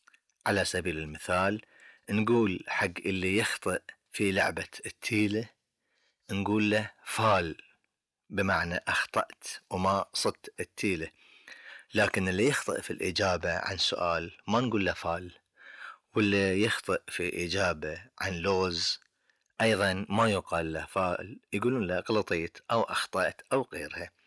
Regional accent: Bahrain; عندنا في البحرين

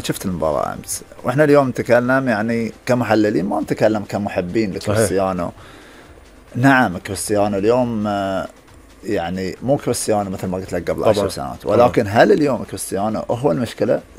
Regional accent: Bahrain; احنا كمنتخب بحريني

